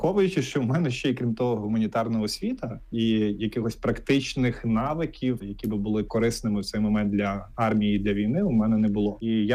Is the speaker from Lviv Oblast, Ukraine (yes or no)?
yes; Skole district, Lviv Oblast, Ukraine; я родом зі Сколівщини, Бойківський край